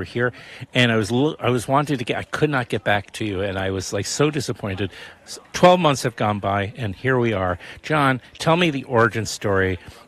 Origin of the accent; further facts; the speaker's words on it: New York City, New York, United States; moved away; It was just like growing up in New York City. I mean, I grew up in Queens